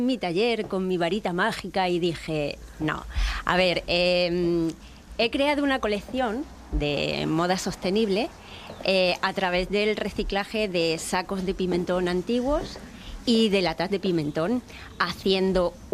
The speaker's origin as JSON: {"language": "Spanish", "region": "Extremadura", "country": "Spain", "said": "homenaje a mi tierra, al pimentón de La Vera"}